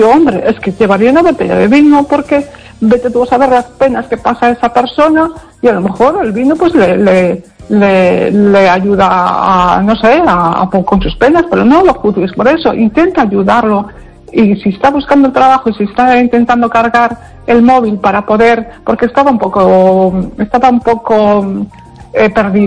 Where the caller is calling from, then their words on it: Pontevedra, Galicia, Spain; de Pontevedra.